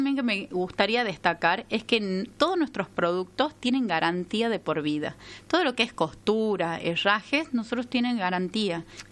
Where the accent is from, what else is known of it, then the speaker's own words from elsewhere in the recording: Tucumán, Argentina; somos de acá, de Tucumán